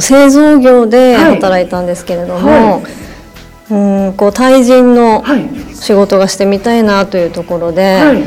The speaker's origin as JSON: {"language": "Japanese", "town": "Yuzawa", "region": "Akita", "country": "Japan", "tie": "born or raised there", "said": "私ずっと湯沢市で生まれて湯沢市で育ってきたんですが"}